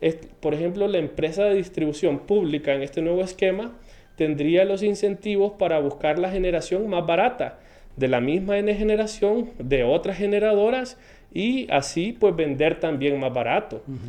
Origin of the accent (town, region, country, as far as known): Honduras